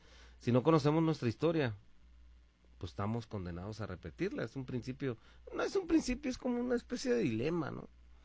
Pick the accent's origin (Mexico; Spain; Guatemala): Mexico; así somos los mexicanos, ¿eh? Fronterizos, centro de la ciudad y sureños